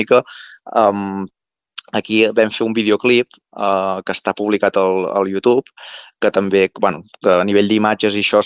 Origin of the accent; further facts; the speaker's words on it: Berga, Catalonia, Spain; Els 4 membres del grup … som de Berga, del Berguedà